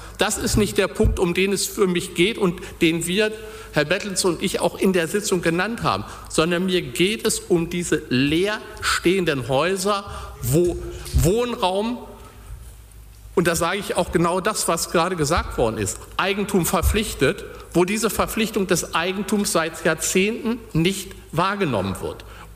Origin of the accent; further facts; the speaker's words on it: Hildesheim, Lower Saxony, Germany; Bei uns in Hildesheim ist doch das nicht das Problem